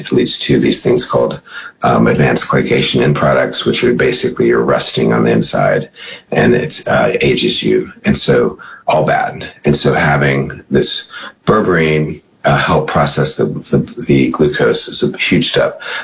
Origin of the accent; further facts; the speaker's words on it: Charlottesville, Virginia, United States; I mean, we have in my hometown, Charlottesville